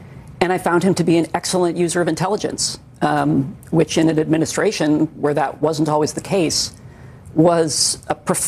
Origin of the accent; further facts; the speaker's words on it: Hawaii, United States; as I grew up in Hawaii